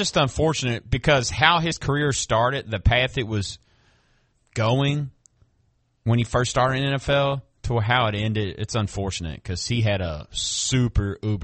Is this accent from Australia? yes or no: no; Louisville, Kentucky, United States; born there; my high school was right down the street from Iroquois High School